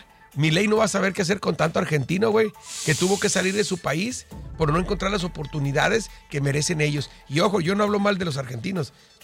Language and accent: Spanish; Mexico; que han llegado a nuestro país.